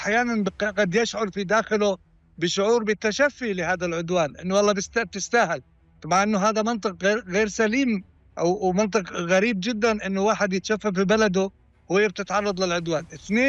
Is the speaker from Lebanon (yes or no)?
no; Jordan; عندنا بالأردن